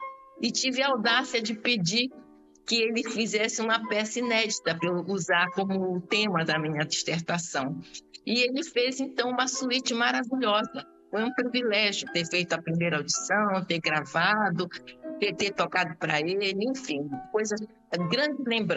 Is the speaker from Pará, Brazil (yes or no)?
yes; Belém, Pará, Brazil; moved away as an adult; Eu ainda morava em Belém, você sabe que eu sou paraense